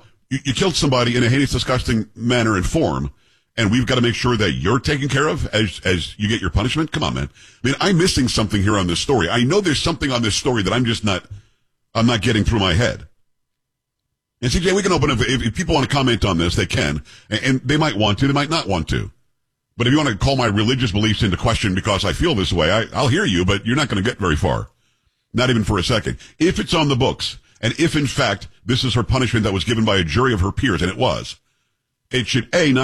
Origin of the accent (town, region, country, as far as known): Florida, United States; born or raised there